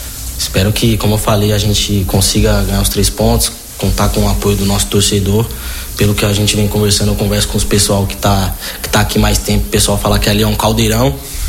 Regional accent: São Paulo, Brazil; now in Marau, Brazil; Eu sou de São Paulo.

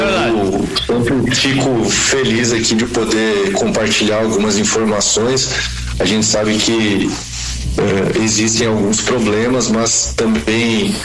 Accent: Videira, Santa Catarina, Brazil; Eu sou natural de Videira.

